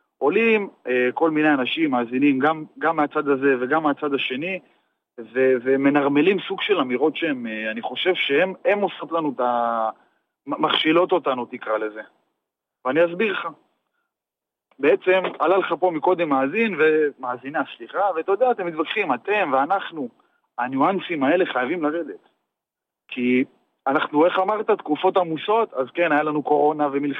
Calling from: Nahariya, Northern District, Israel

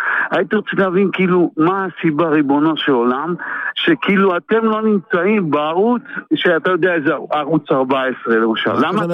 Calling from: Netanya, Central District, Israel; אני מנתניה

